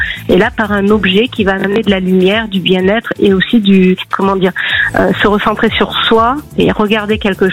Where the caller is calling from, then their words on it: Bayonne, Nouvelle-Aquitaine, France; De Bayonne.